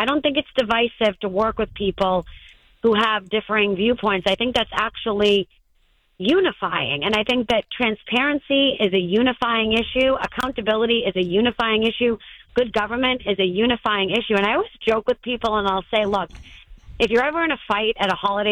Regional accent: Methuen, Massachusetts, United States; also born or lived in Lawrence; I'm a kid from the Merrimack Valley. I was born and raised in Methuen, grew up in Lawrence too.

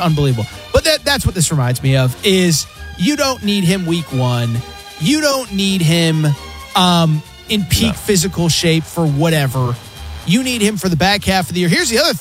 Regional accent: Northeast, United States; I think it was because of where I grew up when I grew up, but, you know, growing up in the Northeast, I'm not a Yankees fan

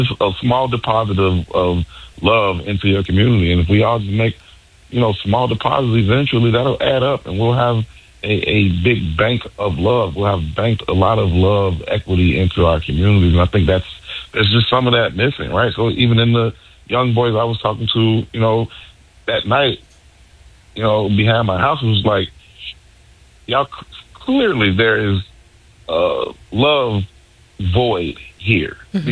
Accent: Chicago, Illinois, United States; born or raised there

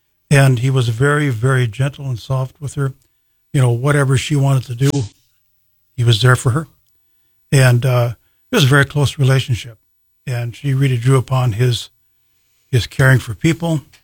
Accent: Washburn, North Dakota, United States; being born and raised in Washburn.

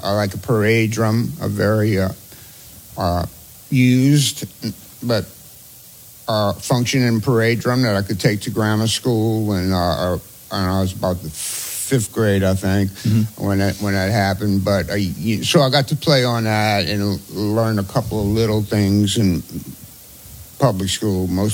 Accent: New Orleans, Louisiana, United States; Mid-city. Yeah, around Carlton and Banks, right in the middle of the city.

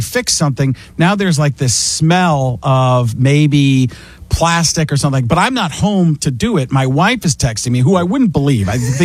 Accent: Milwaukee, Wisconsin, United States; So not my hometown. I grew up in Milwaukee, but home with the Italians I'm not allowed to talk about anymore.

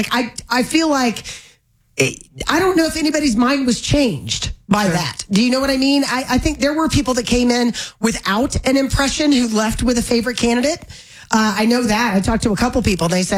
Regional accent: Florida, United States; moved away as an adult; now in Colorado, United States; I'm from Florida. It rains every day, right?

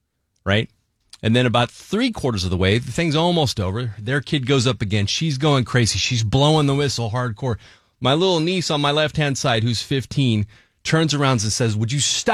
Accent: Salinas, California, United States; moved away; I drove down to Salinas, my hometown

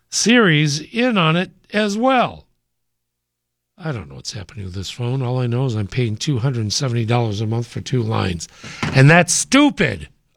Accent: Chicago, Illinois, United States; born there; I was born in Chicago.

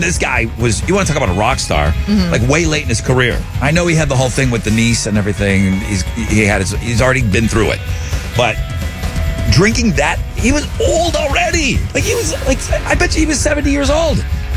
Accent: United States; You know, we played up in, and I'm from America, but we do some shows in Canada.

